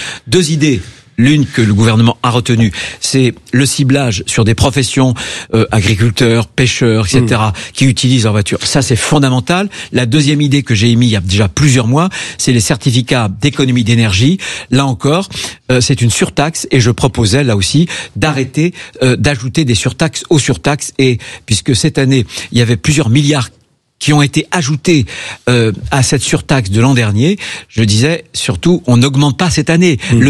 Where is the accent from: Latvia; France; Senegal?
France; Je suis français